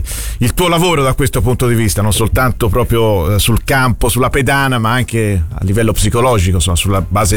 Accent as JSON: {"language": "Italian", "town": "Florence", "region": "Tuscany", "country": "Italy", "said": "Come toscano e fiorentino mi riempie di orgoglio vedere una gioventù così."}